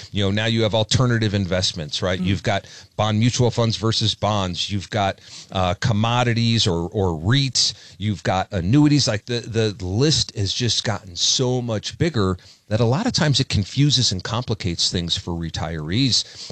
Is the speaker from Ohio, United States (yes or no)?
no; Michigan, United States; Brian and I happen to both be from Michigan, even though we met in Colorado, we're both from Michigan. So we use a lot of Midwestern terms